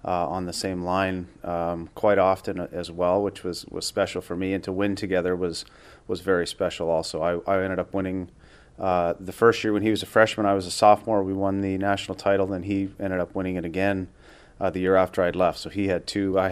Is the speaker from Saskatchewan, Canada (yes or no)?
yes; Wilcox, Saskatchewan, Canada; now in San Jose, United States; I grew up in Wilcox, Saskatchewan.